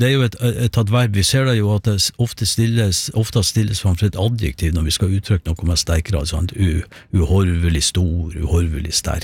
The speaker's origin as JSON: {"language": "Norwegian", "town": "Sandnessjøen", "region": "Nordland", "country": "Norway", "said": "det kommer vi fra Sandnessjøen, og når jeg ser imot fjellene der, så ser jeg et fjell som egentlig heter Horva."}